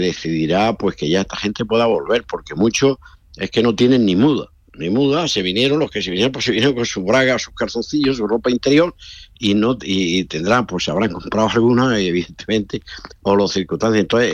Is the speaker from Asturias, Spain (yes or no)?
no; Carrizalejo, Andalusia, Spain; hay un incendio en mi pueblo, entre Los Gallardos y Sorba, que es el pueblo, Carrizalejo, toda la zona esta, ¿no?